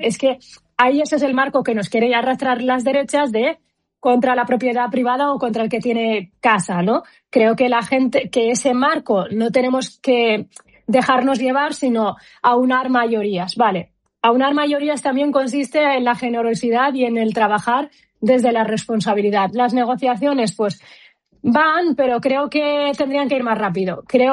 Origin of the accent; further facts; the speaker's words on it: Western Sahara; la nacionalidad saharaui. Mira, yo obviamente aspiro a la libre determinación de mi pueblo